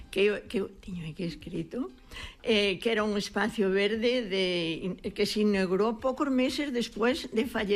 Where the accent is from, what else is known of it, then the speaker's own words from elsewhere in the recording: Xinzo de Limia, Galicia, Spain; Eu son de Xinzo dunha aldea que se chama Toxal.